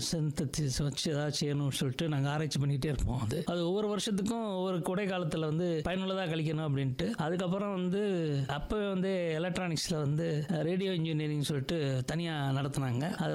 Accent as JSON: {"language": "Tamil", "town": "Madurai", "region": "Tamil Nadu", "country": "India", "tie": "born there", "said": "நான் மதுரையிலிருந்து பிறந்து வந்தேன்."}